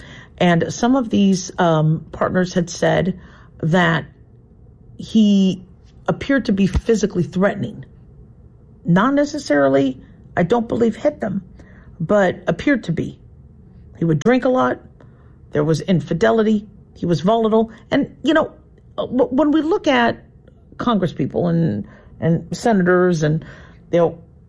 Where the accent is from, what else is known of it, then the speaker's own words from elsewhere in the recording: United States; But, you know, for me, I'm American first.